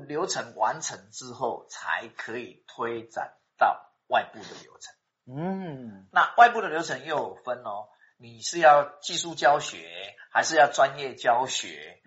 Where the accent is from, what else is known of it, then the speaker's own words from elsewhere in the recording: Taiwan; 好像我们台湾话讲说